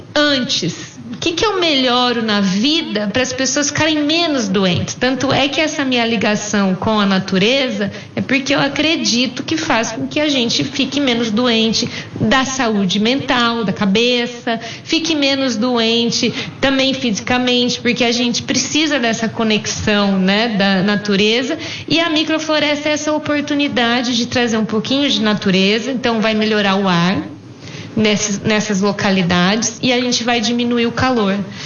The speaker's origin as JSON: {"language": "Portuguese", "town": "Americana", "region": "São Paulo", "country": "Brazil", "said": "Eu sou de Americana"}